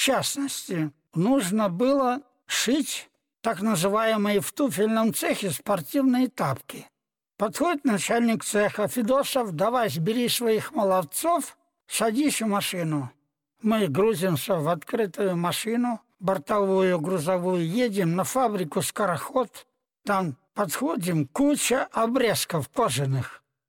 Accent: Siberia, Russia; Я сам сибиряк, танкист.

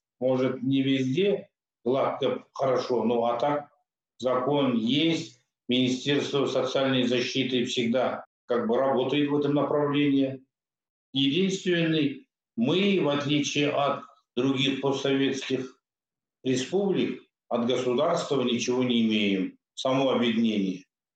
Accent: Kazakhstan

